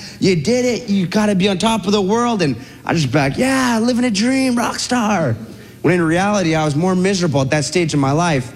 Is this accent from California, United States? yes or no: yes; Huntington Beach, California, United States; And I think we stashed the other one in my dad's garage in my hometown. So I get stitched up by the dock in Coronado, San Diego, and I go, I'm gonna go back and go drink that other keg of beer. So I make my way back to Huntington.